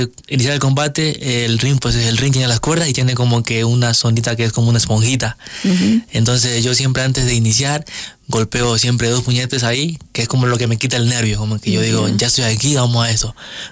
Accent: Ecuador

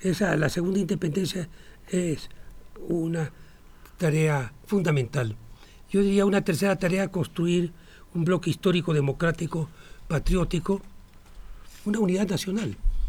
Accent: Ecuador; que somos los ecuatorianos

